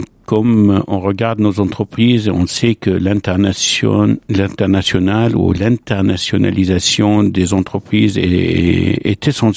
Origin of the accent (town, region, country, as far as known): Lebanon; born or raised there; moved away as an adult; now in France